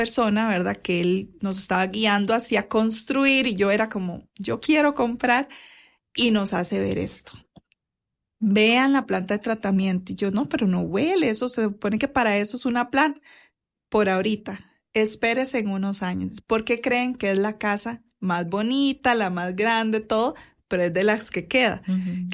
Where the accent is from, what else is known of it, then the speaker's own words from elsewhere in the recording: Limón, Costa Rica; moved away; Yo soy de Limón, entonces yo extraño muchísimo los árboles de limones y carambolas en el patio